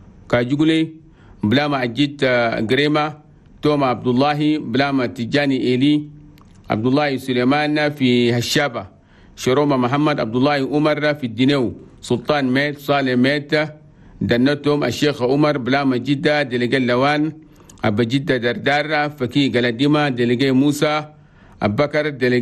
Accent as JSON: {"language": "Arabic", "country": "Chad", "said": "الله يجيب العافية والسلام والاستقرار في بلدنا تشاد"}